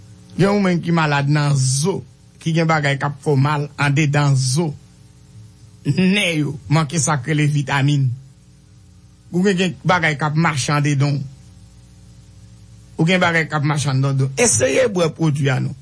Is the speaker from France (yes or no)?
no; Haiti; Mais comme moi-même, je suis haïtien.